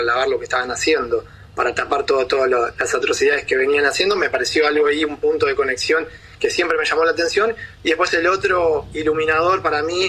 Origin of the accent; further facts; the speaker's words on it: Argentina; A ver, a mí el fútbol es algo como todo argentino, ¿no? Apasionado.